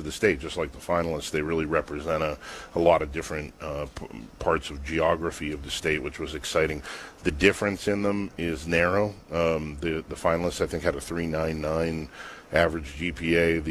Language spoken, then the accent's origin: English; Weirton, West Virginia, United States; I'm from Weirton, West Virginia